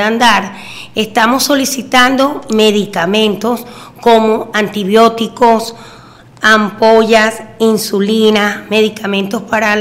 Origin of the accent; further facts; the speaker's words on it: Caracas, Capital District, Venezuela; moved away; yo soy de Caracas, principalmente donde ha habido afectaciones, así como muy cercano al estado La Guaira, que es el más afectado, los aledaños del Junquito.